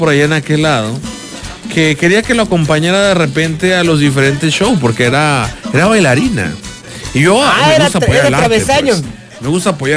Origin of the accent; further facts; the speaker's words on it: Mexico; que te caen mal y que odias a los mexicanos porque según él cree que queremos ser como los argentinos.